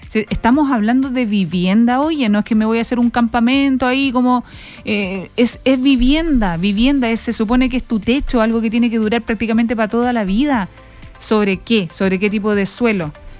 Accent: Valparaíso, Chile; Yo crecí en Playa Ancha, es uno de los cerros más duros que hay.

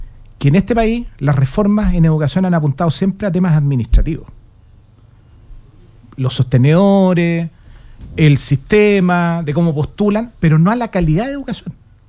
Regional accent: Santiago, Santiago Metropolitan Region, Chile; yo soy de Santiago. Hice mi educación en Santiago.

